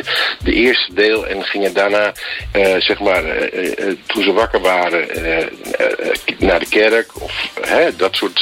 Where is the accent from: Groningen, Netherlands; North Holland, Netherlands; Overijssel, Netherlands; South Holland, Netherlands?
North Holland, Netherlands; Amsterdam; Daar is wel een lijn, maar wij komen uit Amsterdam.